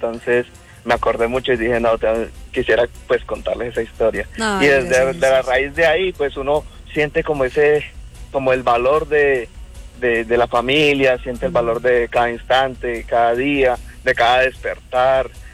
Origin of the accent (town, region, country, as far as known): Bucaramanga, Santander, Colombia